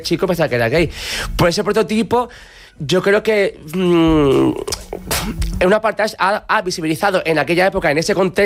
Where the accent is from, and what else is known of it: Andalusia, Spain